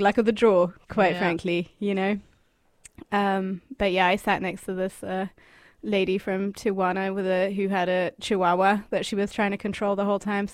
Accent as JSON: {"language": "English", "country": "Argentina", "said": "Well, I kind of am. I'm from Argentina, but I was born with American citizenship."}